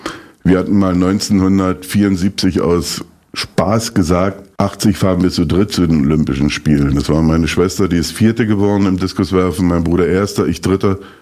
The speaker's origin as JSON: {"language": "German", "town": "Eisenhüttenstadt", "region": "Brandenburg", "country": "Germany", "tie": "born or raised there"}